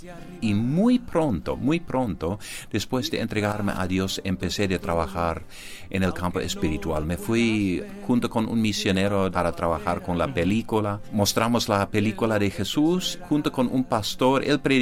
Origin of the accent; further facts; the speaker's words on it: Loma Plata, Boquerón, Paraguay; Soy del Paraguay, del Chaco, Loma Plata, tengo 52 años